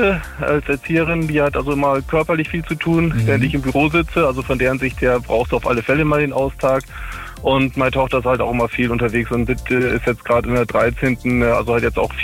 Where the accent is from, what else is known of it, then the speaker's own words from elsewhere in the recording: Bremen, Germany; born there; moved away as an adult; now in Deiningen, Germany; Bin gebürtig, genau wie meine Frau, nicht von der Gegend, aber schon seit über 20 Jahren hier unten wohnhaft. Also ich bin ein gebürtiger Saupreis aus Bremen